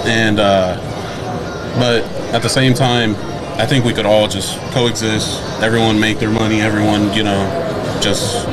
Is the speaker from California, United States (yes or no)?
yes; Los Angeles, California, United States; moved away as an adult; I'm from, like everyone else, I'm from Los Angeles. I moved out here in 2019.